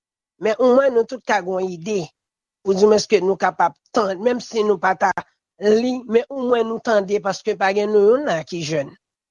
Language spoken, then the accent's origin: French; Haiti; Et moi-même, en tant qu'Haïtien